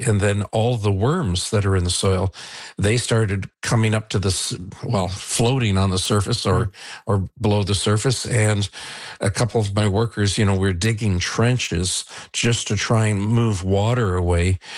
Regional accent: Niagara-on-the-Lake, Ontario, Canada; I've been lived on this road for 41 years, and I grew up in Niagara on the Lake for 69 years. So it's, yeah, my entire life.

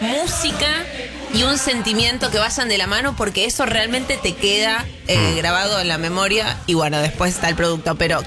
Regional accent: Argentina; somos insoportables los argentinos.

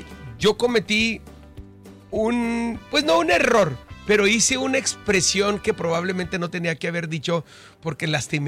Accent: Tijuana, Baja California, Mexico; Nosotros somos tijuanenses

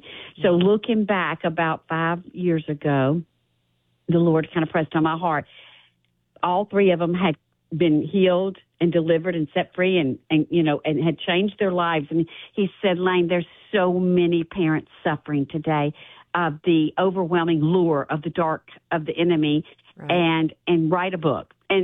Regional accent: Mississippi, United States; You know, we were born and raised in Mississippi, and we did all the right things.

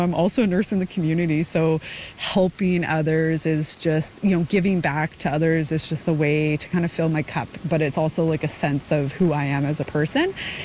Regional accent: Hay River, Northwest Territories, Canada; Born and raised in Hay River. I ended up marrying a local, so that's kind of how I got involved being here.

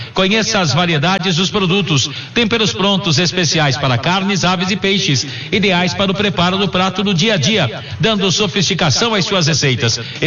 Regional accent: Guarulhos, São Paulo, Brazil; born there; now in Campinas, Brazil; e olha que eu não sou nascido em Campinas, mas me considero hoje muito mais campineiro do que guarulhense, onde eu nasci.

